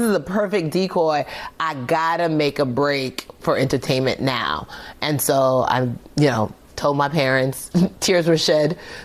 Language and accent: English; Nigeria; I mean, would you ask me the same question about being Nigerian?